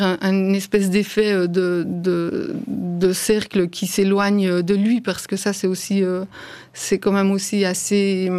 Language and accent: French; Jura, Switzerland; moved away as an adult; also born or lived in Geneva; ma famille est jurassienne. Je suis née à Delémont, donc j'ai vécu à Vic. Et j'ai fait mon école primaire là-bas, ensuite j'ai fait le lycée à Porrentruy.